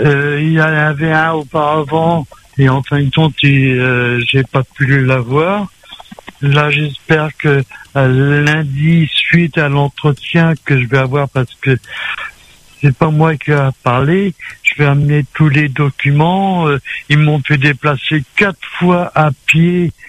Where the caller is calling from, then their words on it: Saint-Denis, Réunion; parce que j'habite au Chaudron, juste à côté de la place du marché